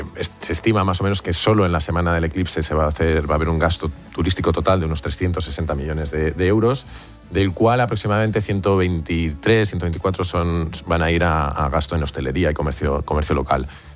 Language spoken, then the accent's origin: Spanish; Castilla-La Mancha, Spain; born or raised there